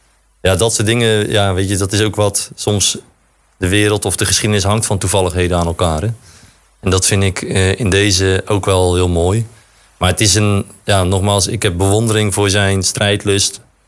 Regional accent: Dordrecht, South Holland, Netherlands; ik voel me wel echt een Dordtenaar. Ik ben echt een Dordtofiel

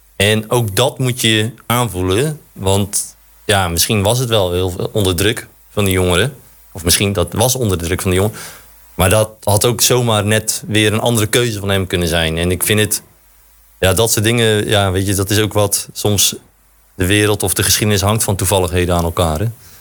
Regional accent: Dordrecht, South Holland, Netherlands

